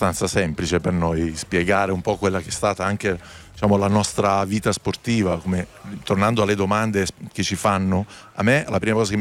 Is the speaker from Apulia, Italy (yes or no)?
yes; Apulia, Italy; In Puglia che io sono pugliese